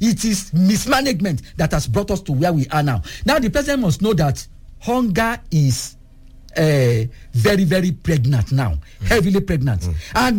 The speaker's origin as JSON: {"language": "English", "country": "Nigeria", "said": "I am a Nigerian and I'm living in Nigeria."}